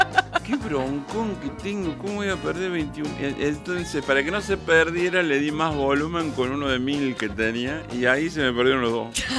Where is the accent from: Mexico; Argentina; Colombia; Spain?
Argentina; Soy argentino de pura cepa.